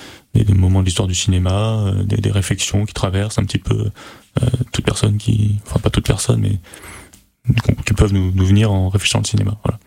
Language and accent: French; Paris, Île-de-France, France; parce que je viens de Paris à la base.